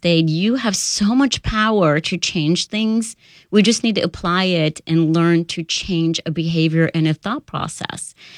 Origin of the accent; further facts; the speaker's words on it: State College, Pennsylvania, United States; moved away as an adult; also born or lived in Iran; And I grew up in State College, by the way.